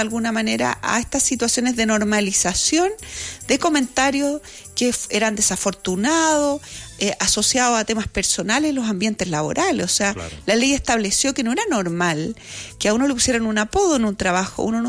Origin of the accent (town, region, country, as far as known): Chile